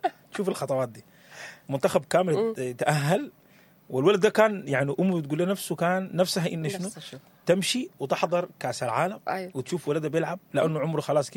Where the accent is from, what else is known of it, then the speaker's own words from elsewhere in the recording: Sudan; عندنا كسودانيين